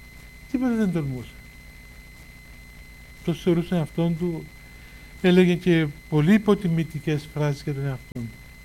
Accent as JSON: {"language": "Greek", "country": "Cyprus", "also_born_or_lived": "Mount Athos", "moved": "as an adult", "said": "εγώ ήμουν από την Κύπρο και ήταν πολύ κρύο εκεί που μέναμε."}